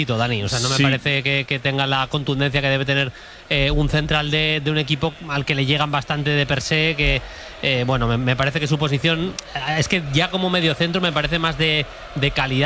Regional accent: Getxo, Basque Country, Spain; Yo soy más de Neguri Languille.

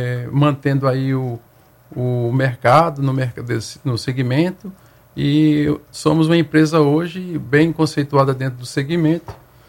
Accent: Sergipe, Brazil; also born or lived in Santos; now in Alagoas, Brazil; que eu vim para cá, para Alagoas, que eu sou do estado de Sergipe, mas morava em Santos, né?

